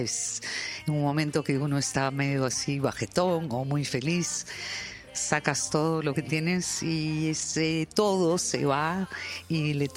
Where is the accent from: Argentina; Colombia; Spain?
Colombia; Bogotá; born there; yo nací en Bogotá, en Colombia. Mis papás holandeses y corazón peruanísimo, por si acaso.